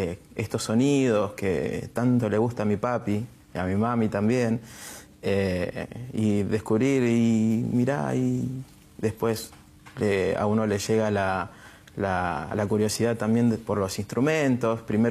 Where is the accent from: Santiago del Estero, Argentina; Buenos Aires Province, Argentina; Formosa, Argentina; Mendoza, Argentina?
Buenos Aires Province, Argentina; Gregorio de Laferrere; born there; Nací en Buenos Aires, nací en Gregorio Laferrere